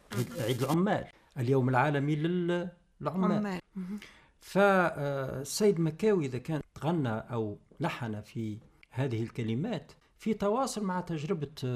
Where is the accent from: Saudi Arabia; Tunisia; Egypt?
Tunisia; أنا كمواطن تونسي